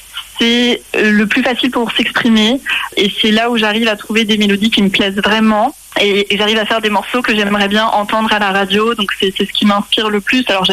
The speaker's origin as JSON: {"language": "French", "town": "Rouen", "region": "Normandy", "country": "France", "said": "je viens de Rouen, en Normandie."}